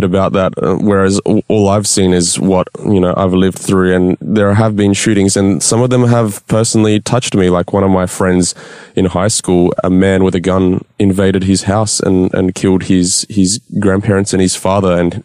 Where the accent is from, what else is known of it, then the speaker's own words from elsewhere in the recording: Australia; We live in a fairly safe country, Australia